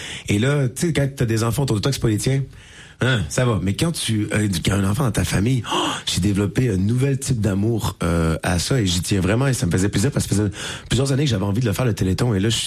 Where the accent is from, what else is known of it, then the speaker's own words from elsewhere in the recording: Quebec, Canada; tu joues quand même l'icône française de la France en tant que Québécois.